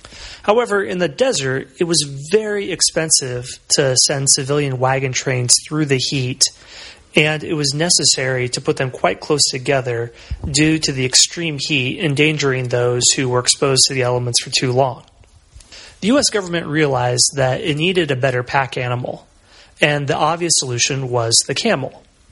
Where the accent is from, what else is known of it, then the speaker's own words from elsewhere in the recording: Iowa, United States; I'm from Iowa, so that's what we live on if you're of a town less than 5,000.